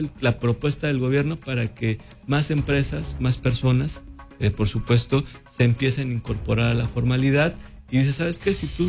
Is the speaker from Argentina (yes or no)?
no; Mexico; todas las personas que nacemos, que somos mexicanos